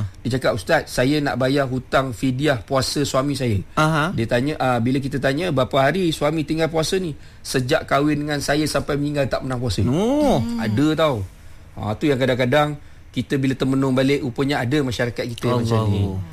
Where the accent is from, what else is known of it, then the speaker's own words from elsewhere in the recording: Selayang, Selangor, Malaysia; Bila saya balik Selangor balik, contoh balik Selayang ke apa